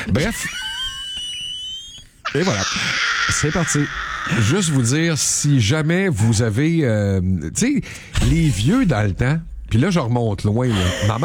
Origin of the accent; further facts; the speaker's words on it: Quebec, Canada; Ou rester chez nous en Outaouais, on a une maudite belle région pour ça.